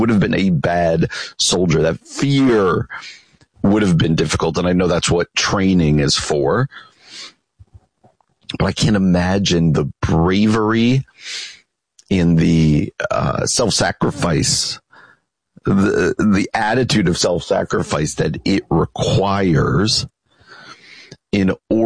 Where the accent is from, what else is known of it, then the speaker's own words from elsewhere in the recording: East Coast, United States; When I grew up out on the East Coast, this is when people would go to the Jersey Shore.